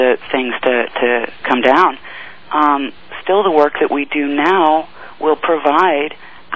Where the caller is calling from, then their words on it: Philadelphia, Pennsylvania, United States; from Philadelphia.